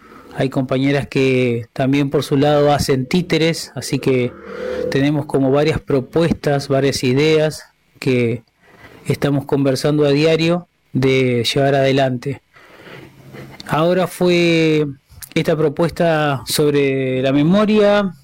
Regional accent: Santa Elena, Entre Ríos, Argentina; de Santa Elena, Entre Ríos.

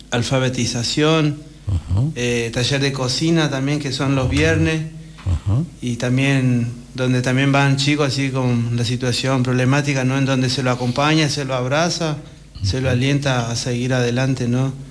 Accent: Santiago del Estero, Argentina; now in Concordia, Argentina; Yo, Santiago del Estero.

